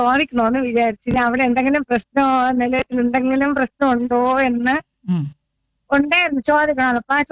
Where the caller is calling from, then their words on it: Kerala, India; അരശുമൂട്, അരശുമൂട് എന്ന് പറയുന്ന സ്ഥലത്ത്. ഉറിയക്കൂടെ കഴിഞ്ഞിട്ട് അരശുമൂട് എന്ന് പറയുന്ന